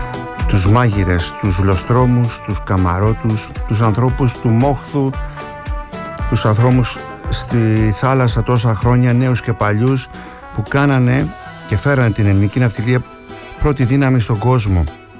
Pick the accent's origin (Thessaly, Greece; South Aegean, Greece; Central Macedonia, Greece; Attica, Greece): South Aegean, Greece; Kasos; στο νησί μου την Κάσο